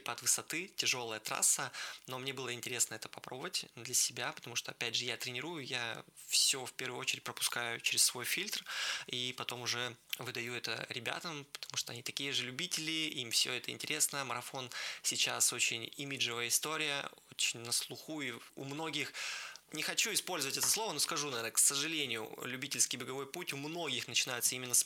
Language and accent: Russian; Vologda, Vologda Oblast, Russia; когда ты бежишь именно в родном городе, вот все вокруг, родные стены. На самом деле у нас еще в Вологде, что важно для спортсменов, достаточно ровно.